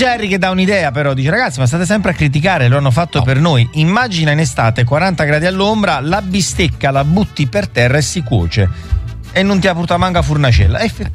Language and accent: Italian; Naples, Campania, Italy; Allora, da napoletano vi dico 100.000 volte più bello il lungomare di Castellammare